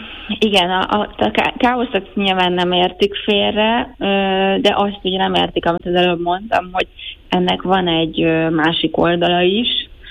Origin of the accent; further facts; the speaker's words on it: Budapest, Hungary; moved away as an adult; now in Naples, Italy; Nagyon szeretek egyébként itt élni, de azért azt hozzá kell tennem, hogy én Budapesten nőttem fel